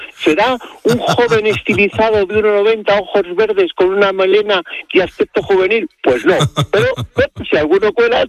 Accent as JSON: {"language": "Spanish", "town": "Madrid", "region": "Community of Madrid", "country": "Spain", "said": "Yo siempre digo que el Escorial, a los que somos de Madrid, como está aquí al lado, no lo valoramos."}